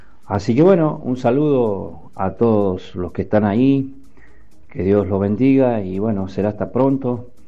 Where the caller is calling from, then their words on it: Buenos Aires, Argentina; Les habla … de acá del barrio de Congreso.